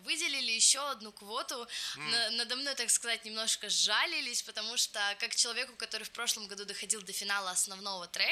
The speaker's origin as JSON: {"language": "Russian", "region": "Moscow Oblast", "country": "Russia", "said": "Я из Московской области"}